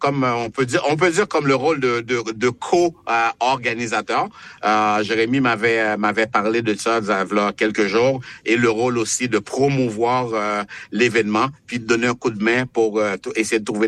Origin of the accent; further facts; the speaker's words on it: Haiti; moved away; je viens d'Haïti.